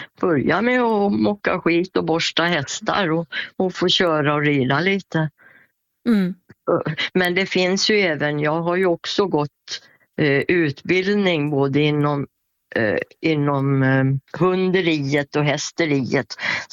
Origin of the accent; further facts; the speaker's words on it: Borlänge, Dalarna County, Sweden; Så att annars körde jag ju hemma i Borlänge då på den travbanan.